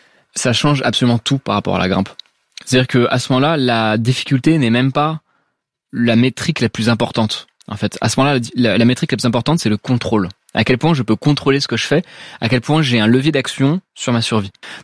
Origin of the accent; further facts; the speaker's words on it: Paris, Île-de-France, France; Alors, j'ai grandi à Paris. Donc du coup, bon, j'ai grandi autour des gratte-ciels, avec pour source d'inspiration ce que je voyais devant moi, donc les bâtiments haussmanniens, les grands gratte-ciels du 13e arrondissement.